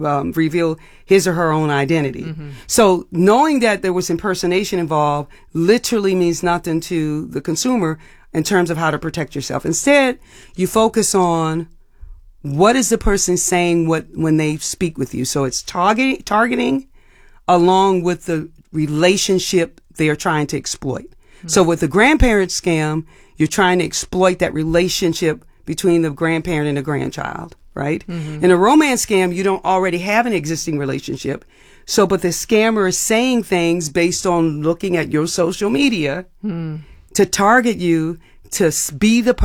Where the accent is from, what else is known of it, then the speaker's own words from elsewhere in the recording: New Orleans, Louisiana, United States; I grew up in New Orleans. You didn't answer the door.